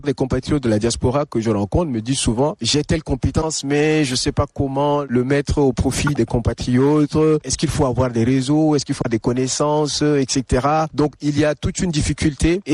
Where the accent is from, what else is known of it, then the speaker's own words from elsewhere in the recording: Chad; Parce que nous, les Tchadiens, on n'oublie pas d'où on vient.